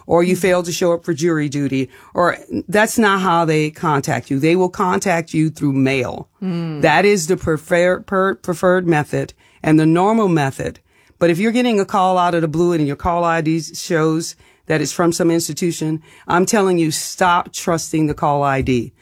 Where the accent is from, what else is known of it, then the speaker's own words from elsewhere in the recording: New Orleans, Louisiana, United States; Well, I grew up in New Orleans. You didn't answer the door.